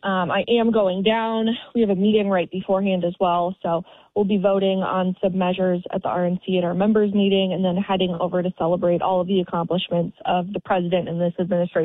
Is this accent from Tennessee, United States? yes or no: no; Minnesota, United States; It's going to be hot. I'm a Minnesotan. I can't handle that heat, but we're doing it.